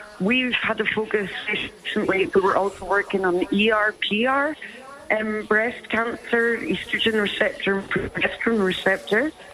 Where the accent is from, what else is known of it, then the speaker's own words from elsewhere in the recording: Scotland, United Kingdom; also born or lived in Adelaide, South Australia; now in Queensland, Australia; I was actually born in Adelaide, South Australia. I was raised in the north of Scotland, so I'm an Australian with this accent.